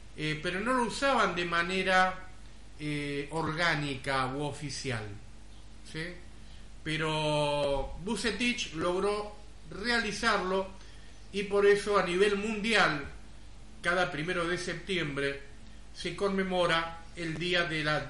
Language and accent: Spanish; Argentina